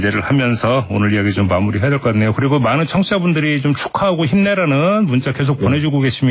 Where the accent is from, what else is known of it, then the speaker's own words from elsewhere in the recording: Chungcheong, South Korea; 저도 고향이 충청도라 도고온천 저도 잘 알거든요.